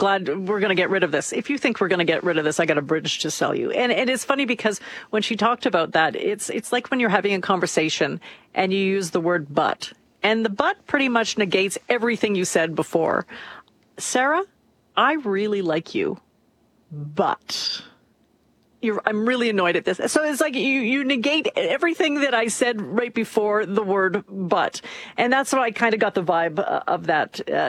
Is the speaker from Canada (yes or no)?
yes; Alberta, Canada; go around the world, you say, yeah, I'm from Canada. Nobody knows where Alberta is for the most part in many parts of the world. So you say, yes, I'm from Canada.